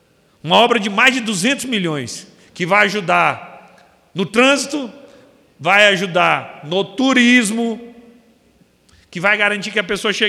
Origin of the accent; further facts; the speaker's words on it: Maranhão, Brazil; lá na minha região, no leste do Maranhão